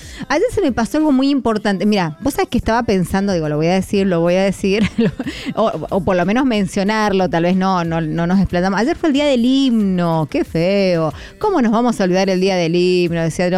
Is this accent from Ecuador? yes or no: no; Argentina; Donde la ves ahí, vamos, somos argentinos.